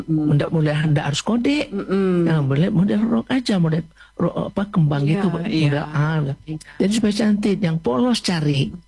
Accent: West Sumatra, Indonesia

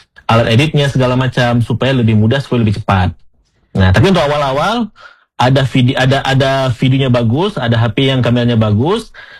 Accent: Aceh, Indonesia; Mungkin atau logatnya mungkin kita orang Aceh seperti itu, memang itu jadi ciri khas kita orang-orang Sumatera seperti itu ya.

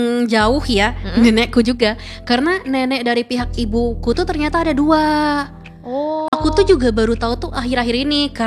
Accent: South Kalimantan, Indonesia; Enggak, aku bukan orang Cina teman pro 2. Aku orang Banjar kayak gitu.

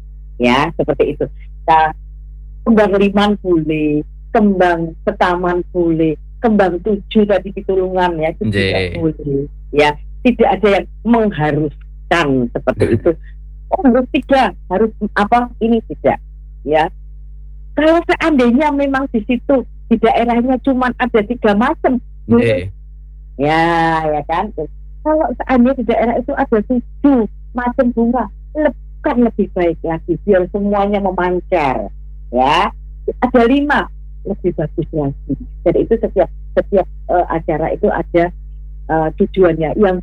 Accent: Java, Indonesia; Bureh kalau kita orang Jawa itu kan diburehkan ya

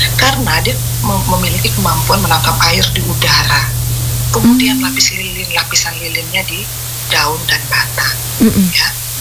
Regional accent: Flores, East Nusa Tenggara, Indonesia; kita orang Flores

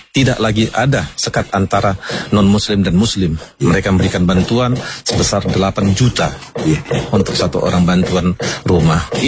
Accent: Aceh, Indonesia; also born or lived in Medan; Karena selain saya lahir di Medan, di Tapanuli, tapi saya besar di Aceh ini, khususnya di Kota Luxmai.

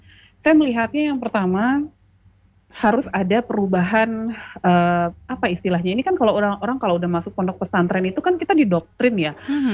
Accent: Lombok, West Nusa Tenggara, Indonesia; Saya muslim Mbak, saya malu, saya muslim orang Lombok

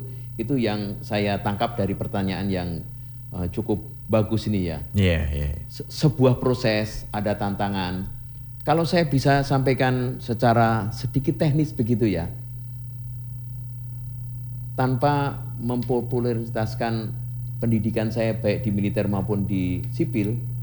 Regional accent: Surakarta, Central Java, Indonesia; Kita harus bangga sebagai wong Solo, Solo Raya. Kita bangga sebagai masyarakat Jawa Tengah

